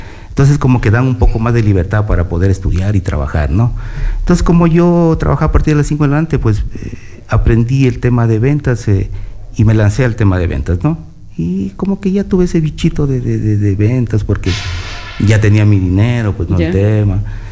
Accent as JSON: {"language": "Spanish", "area": "Urdaneta parish", "region": "Loja", "country": "Ecuador", "tie": "born there", "said": "soy nacido ahí, orgullosamente."}